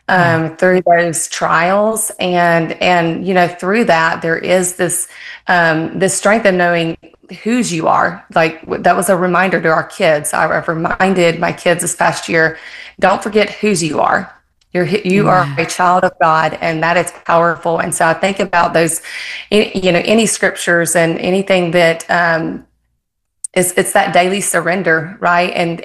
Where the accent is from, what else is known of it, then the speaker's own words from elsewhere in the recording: Bible Belt, United States; I grew up in the Bible Belt in church.